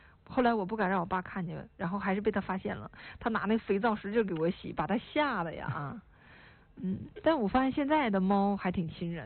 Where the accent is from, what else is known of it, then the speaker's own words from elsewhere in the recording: Northeast China, China; 咱们东北人的特点就主打一个抬杠